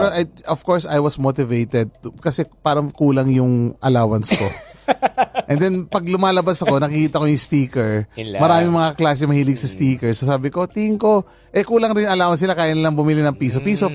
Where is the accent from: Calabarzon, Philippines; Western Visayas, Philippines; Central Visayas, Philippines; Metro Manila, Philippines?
Metro Manila, Philippines; Manila; lumaki akong Divisoria.